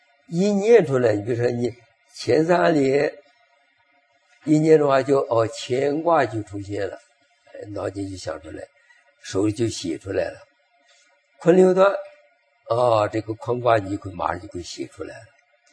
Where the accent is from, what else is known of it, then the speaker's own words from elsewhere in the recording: China; 我们中国人那个取姓名很多从卦里面来讲的